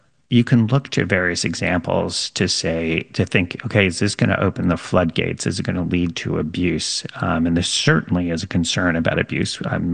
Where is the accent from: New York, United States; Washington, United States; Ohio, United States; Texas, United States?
New York, United States; let's just take my home state of New York